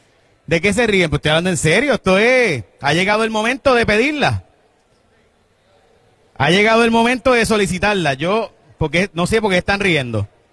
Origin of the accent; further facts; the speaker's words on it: San Lorenzo, Puerto Rico; Y yo soy de Jaguar, de San Lorenzo, para ser exacto, por si acaso.